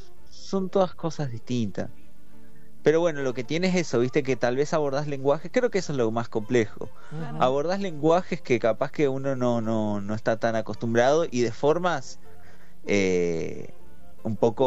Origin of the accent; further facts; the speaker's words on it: Necochea, Buenos Aires Province, Argentina; moved away; yo soy crecí en Necochea